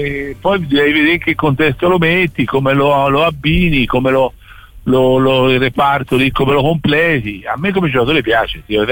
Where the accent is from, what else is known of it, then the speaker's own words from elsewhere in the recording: Florence, Tuscany, Italy; da fiorentino che ha lavorato 5 anni a Pisa